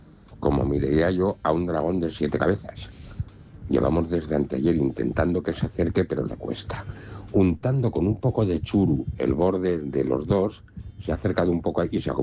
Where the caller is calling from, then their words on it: Mutilva, Navarre, Spain; A todo esto … de Mutilva.